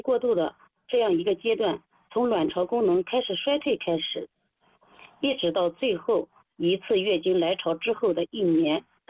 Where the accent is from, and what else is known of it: China